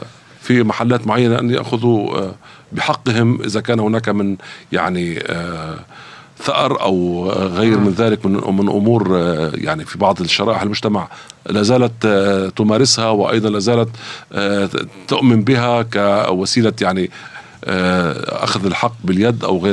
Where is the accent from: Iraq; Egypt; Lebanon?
Lebanon; عندنا في لبنان